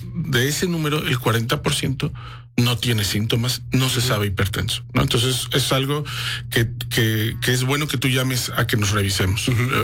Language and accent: Spanish; Veracruz, Mexico; yo soy de Veracruz, como dirían en Veracruz, depende el sapo o la pedrada.